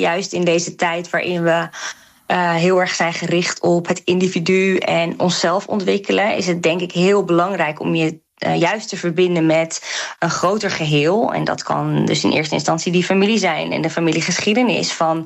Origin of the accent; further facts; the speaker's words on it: North Holland, Netherlands; toen ik opgroeide in Noord-Hollandse dorpjes